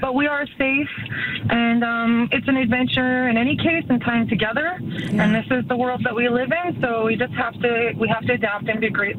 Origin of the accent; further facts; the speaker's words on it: Vancouver, British Columbia, Canada; now in Thunder Bay, Canada; we're from Vancouver